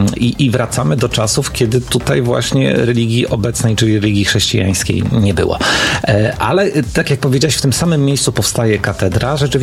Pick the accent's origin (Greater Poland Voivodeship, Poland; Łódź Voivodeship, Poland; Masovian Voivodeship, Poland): Masovian Voivodeship, Poland; Płock; tutaj u nas w Płocku